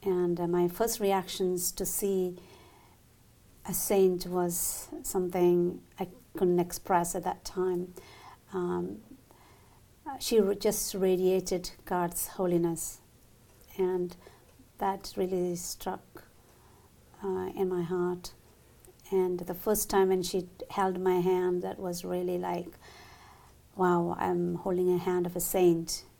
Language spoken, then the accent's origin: English; Kerala, India; born there; moved away